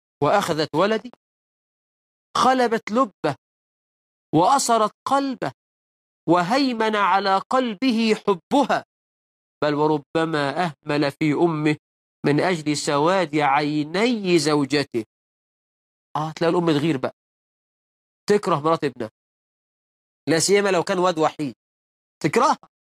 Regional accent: Egypt; ده مثل عندنا في مصر

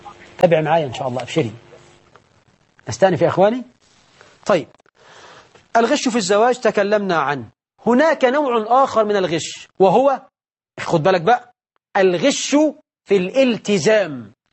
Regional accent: Egypt; السنة دي عندنا في مصر

